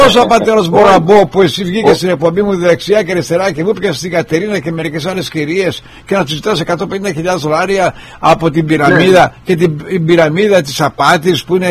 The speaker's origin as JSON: {"language": "Greek", "area": "Kefalonia", "region": "Ionian Islands", "country": "Greece", "tie": "born there", "said": "γιατί είμαι από την Κεφαλονιά."}